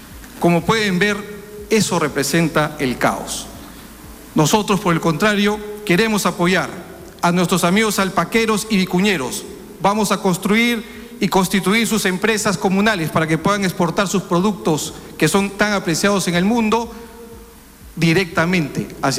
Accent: Puerto Maldonado, Madre de Dios, Peru; Soy de Madre de Dios, Puerto Maldonado, de la selva del Perú

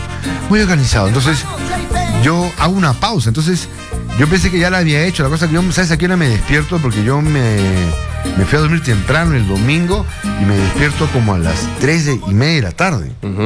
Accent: Peru; Y lo más grave, porque así somos los peruanos, así es el ser humano, van a querer resultados.

